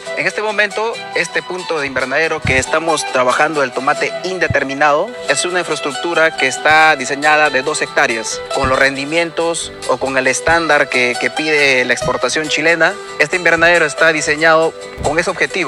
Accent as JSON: {"language": "Spanish", "country": "Peru", "said": "Necesitamos sacar el producto de nuestro país."}